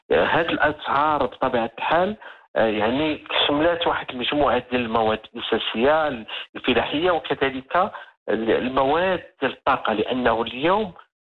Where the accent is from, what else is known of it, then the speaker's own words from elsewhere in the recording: Morocco; accent: Moroccan Darija; سوف أعتمد على دارجتنا المغربية